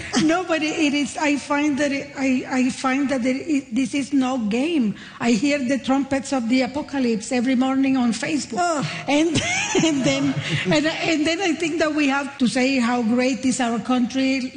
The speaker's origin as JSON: {"language": "English", "country": "Nicaragua", "tie": "born or raised there", "second_language": "English", "moved": "yes", "lives_now": "Canada", "said": "I grew up in Nicaragua fearing an American invasion, and then I come to Canada, I was for many years enjoying my free health care since I am a hypochondriac"}